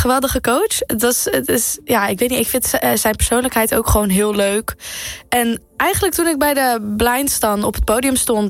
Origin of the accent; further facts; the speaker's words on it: Maassluis, South Holland, Netherlands; ik kom uit Maassluis. Ik ben 18 jaar, pas geworden.